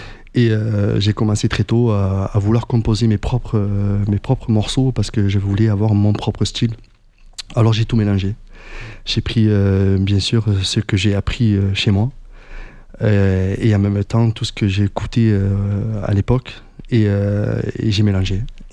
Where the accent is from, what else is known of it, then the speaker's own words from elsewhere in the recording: Sète, Occitanie, France; je viens de Sète. Et j'ai grandi toujours dans la musique.